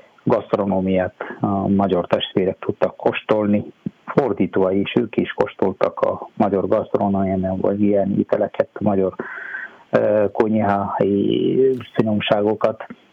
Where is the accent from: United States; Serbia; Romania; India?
India; South India; Hungarian is a second language; moved away as an adult; now in Hungary; egyébként Dél-Indiából származom, már 23 éve vagyok, itt 24. éve vagyok. Hát én 2003. október 9-én érkeztem Magyarországra